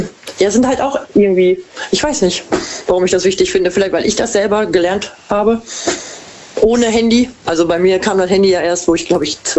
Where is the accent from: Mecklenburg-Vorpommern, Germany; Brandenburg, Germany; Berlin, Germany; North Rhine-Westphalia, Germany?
North Rhine-Westphalia, Germany; Ich komme aber auch